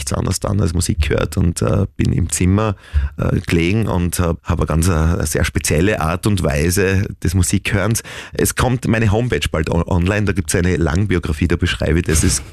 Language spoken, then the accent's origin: German; Bruck an der Mur, Styria, Austria; ich komme immer aus Bruck an der Mur und also die Eltern alle, da waren Arbeiter